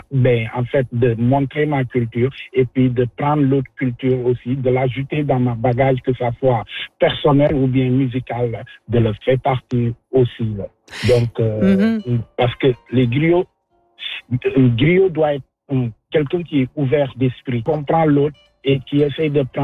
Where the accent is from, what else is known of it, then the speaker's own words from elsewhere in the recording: Senegal; Moi, personnellement, je viens du Sénégal. Mais j'ai des racines au Mali, en Guinée et en Gambie.